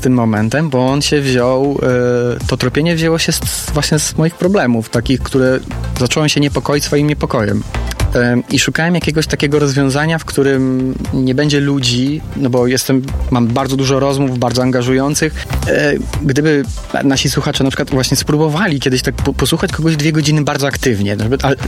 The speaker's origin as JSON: {"language": "Polish", "town": "Połczyn-Zdrój", "region": "West Pomeranian Voivodeship", "country": "Poland", "moved": "yes", "lives_now": "Poznań, Poland", "said": "Ja mieszkam w Poznaniu, ale pochodzę z Połczyna Zdroju"}